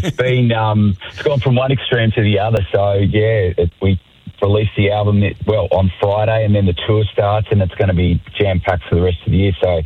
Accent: Tasmania, Australia; I grew up in Tassie, and I grew up playing footy my whole life.

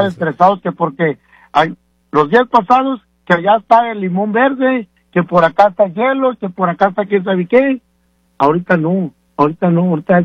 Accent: Mexico

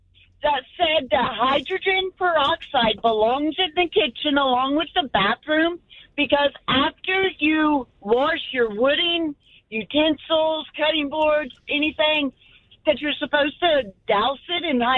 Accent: Anderson, United States; also born or lived in Tennessee / New York; I was born and raised in Anderson, where I still live.

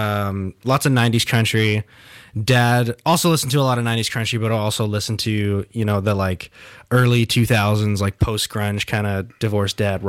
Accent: Prince Albert, Saskatchewan, Canada; We're a city, like in Prince Albert. Like

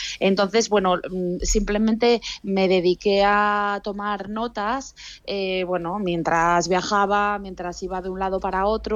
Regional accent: Asturias, Spain; now in Madrid, Spain; nosotros vivimos en Madrid, pero vamos muchísimo a Asturias porque los dos somos asturianos.

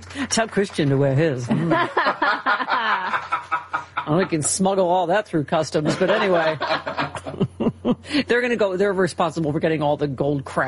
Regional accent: Buffalo, New York, United States; in my hometown of Buffalo were like, shut up.

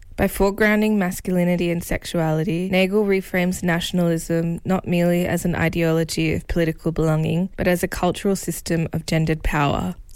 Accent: New South Wales, Australia; Having been born and raised on Darug and Gadigal lands, I open today's episode with a deep awareness. My own freedom as a Tamil person is inseparable from the liberation of all Aboriginal peoples across this continent.

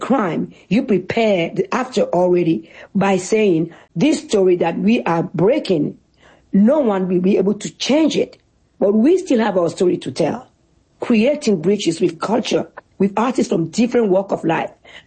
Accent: Benin; because I'm still that curious little girl growing up in Benin

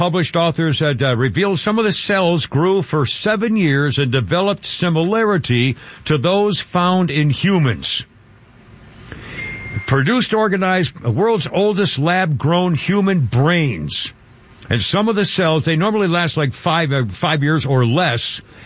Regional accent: New England, United States; born there; I'd never listened to country music. I was born in New England, you know, so wasn't around.

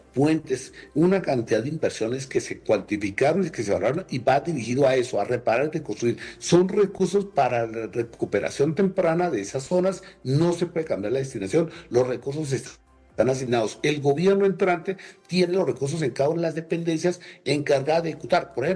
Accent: Colombia; Allí tenemos nosotros, es que como colombianos, hacer una veeduría que esa decisión se haga y se haga correctamente.

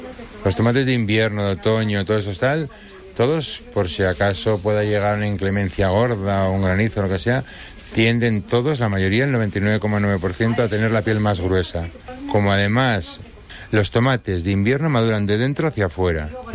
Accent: Navarre, Spain; Pero a mí, por ejemplo, como soy de Navarra y somos bastante tradicionales, me sigue tirando más el rosa barbastro tradicional grande

